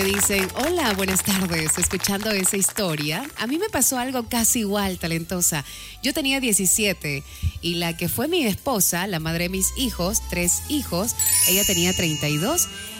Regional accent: Naranjito, Guayas, Ecuador; La gente de mi hermoso cantón Naranjito

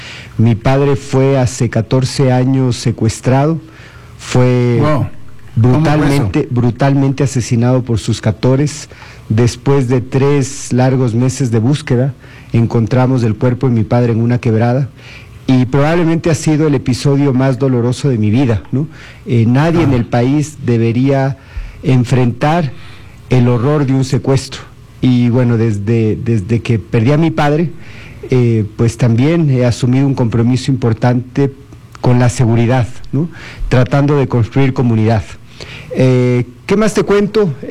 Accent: Quito, Pichincha, Ecuador; born there; Yo nací aquí en Quito. Nací un 24 de marzo de 1982.

